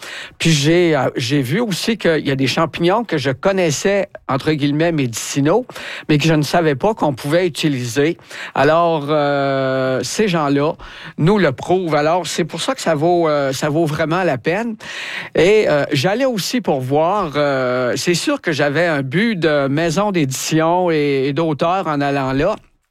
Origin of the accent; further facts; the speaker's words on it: Quebec, Canada; il y avait des gens qui avaient juré qu'il n'y avait pas personne de l'Abitibi-Témiscamingue, puis malheureusement, je les ai fait mentir comme une tâche